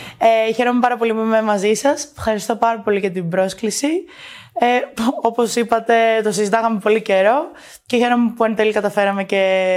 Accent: Rethymno, Crete, Greece; born or raised there; moved away as an adult

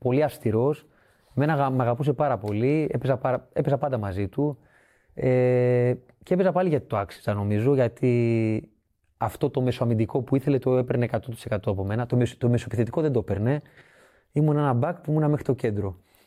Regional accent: Greece

